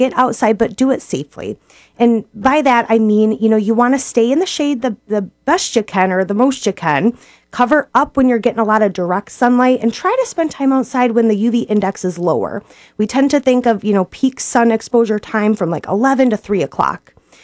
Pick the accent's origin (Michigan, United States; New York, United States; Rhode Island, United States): Michigan, United States; Onaway; now in Cheboygan, United States; I'm a board-certified dermatologist, and I grew up in Onaway, actually.